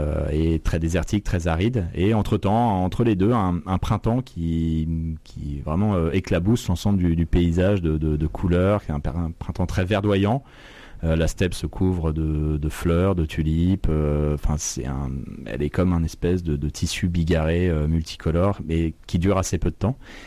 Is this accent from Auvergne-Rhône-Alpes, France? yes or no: yes; Chamonix, Auvergne-Rhône-Alpes, France; Je viens moi-même d'un territoire de montagne, je suis né à Chamonix et j'ai grandi dans les Alpes, donc je sais ce que ça procure.